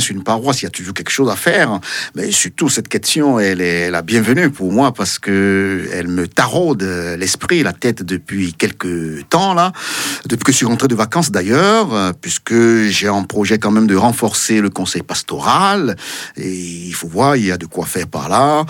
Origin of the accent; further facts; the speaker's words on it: Benin; Ah oui, chez nous au Bénin, dans notre culture, les repas, on ne partage pas le pain avec n'importe qui.